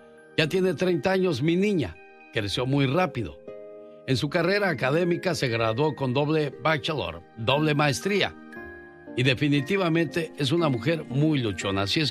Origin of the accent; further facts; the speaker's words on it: Guanajuato, Mexico; moved away as an adult; Yo soy su mamá … Tengo tres hijos, soy de México, Guanajuato.